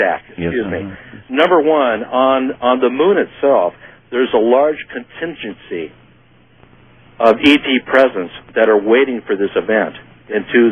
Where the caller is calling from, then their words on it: Seal Beach, California, United States; Art, I am in Seal Beach, California.